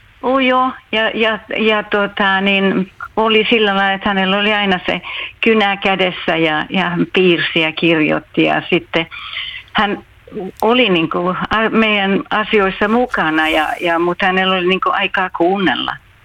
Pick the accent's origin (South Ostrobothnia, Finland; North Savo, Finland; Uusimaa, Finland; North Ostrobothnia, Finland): Uusimaa, Finland; Helsinki; also born or lived in Hämeenlinna; mä oon syntynyt Helsingissä, sitten on nuoruuden ollut ensin Hämeenlinnassa ja sen jälkeen Santahaminaan.